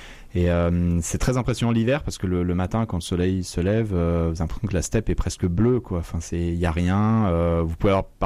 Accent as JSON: {"language": "French", "town": "Chamonix", "region": "Auvergne-Rhône-Alpes", "country": "France", "tie": "born or raised there", "said": "Je suis né à Chamonix et j'ai grandi dans les Alpes, donc je sais aussi ce que ça procure."}